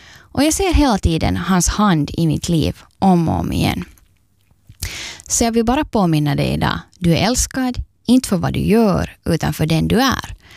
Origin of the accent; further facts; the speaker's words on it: Ekenäs, Uusimaa, Finland; jag är från Ekenäs och du lyssnar på Andrum.